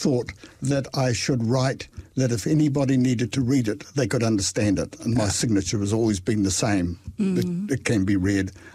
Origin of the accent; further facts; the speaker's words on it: Whanganui, Manawatū-Whanganui, New Zealand; moved away as an adult; now in Dunedin, New Zealand; I came from Whanganui. I was a farm boy, went to boarding school, and came down to university to study medicine. 1959, I thought I arrived here. I never left.